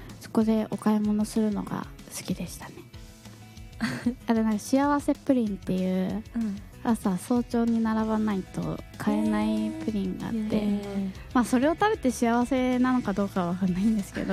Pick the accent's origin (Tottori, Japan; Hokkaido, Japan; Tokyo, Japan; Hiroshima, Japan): Hiroshima, Japan; 地元が広島なんですけど、